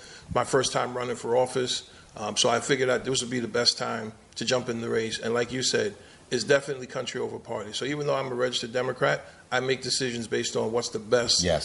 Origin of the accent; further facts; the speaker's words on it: New York City, New York, United States; My boy Mike and I grew up in Queens.